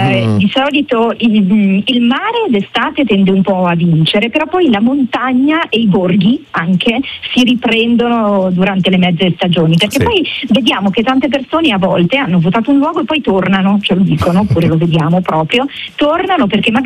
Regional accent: Lombardy, Italy; Io sono lombarda

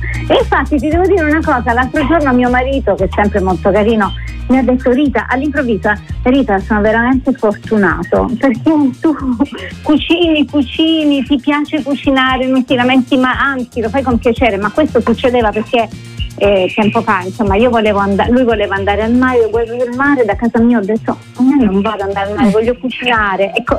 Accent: Apulia, Italy; sono salentina

